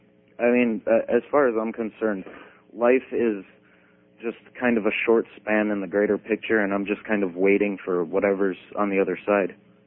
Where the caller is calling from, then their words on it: St. Francis, Wisconsin, United States; I am in St. Francis, Wisconsin.